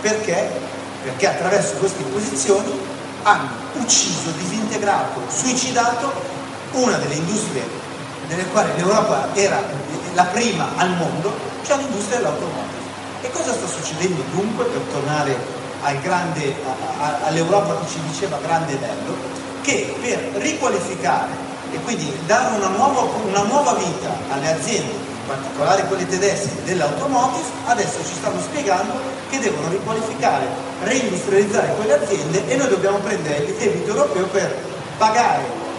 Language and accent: Italian; Lombardy, Italy; sono lombardo